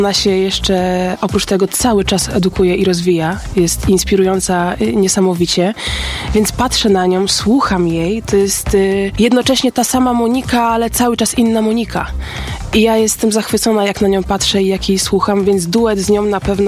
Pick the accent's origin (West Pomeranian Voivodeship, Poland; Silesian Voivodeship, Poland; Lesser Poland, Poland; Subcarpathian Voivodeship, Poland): West Pomeranian Voivodeship, Poland; Myślę, że ogromny, dlatego, że ja jestem spod Szczecinka. Ja się tu wychowałam